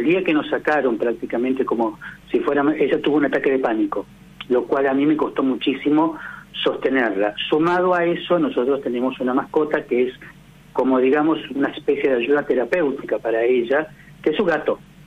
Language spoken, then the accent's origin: Spanish; General Roca, Río Negro, Argentina; Yo vengo de la provincia de Río Negro, he tratado con absolutamente todos los colores políticos porque yo llevé adelante un proyecto de ordenanza en la ciudad de General Roca, de donde soy oriundo